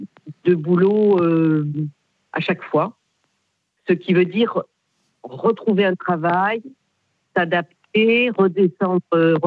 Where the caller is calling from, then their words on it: Revel, Occitanie, France; De Revel, Midi-Pyrénées, plus exactement la Haute-Garonne.